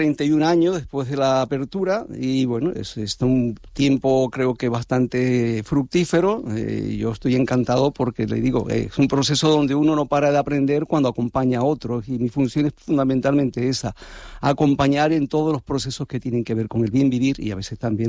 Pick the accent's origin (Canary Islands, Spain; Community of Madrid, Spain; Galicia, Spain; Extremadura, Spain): Canary Islands, Spain; Santa Cruz de Tenerife; also born or lived in India / Nepal / Thailand; yo soy de Tenerife, me crié en el barrio de Buenos Aires.